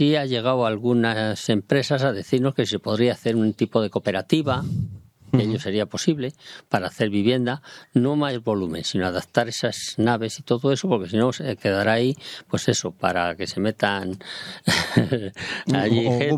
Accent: El Escorial, Community of Madrid, Spain; yo a mí lo que me interesa es mi pueblo. Mi pueblo, el Escorial está parado también

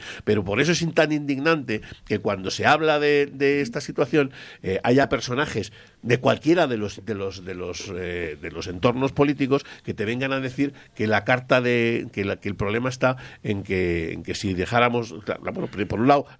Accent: Spain

